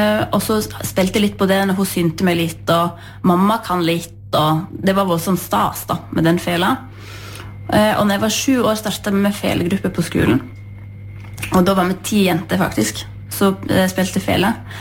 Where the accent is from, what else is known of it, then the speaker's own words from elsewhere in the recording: Jøstedalen, Vestland, Norway; Jeg kommer fra Jøstedalen, og jeg har vokst opp på Myklemyr. Og der bodde jeg helt til jeg var 16, I lag med foreldre og en bror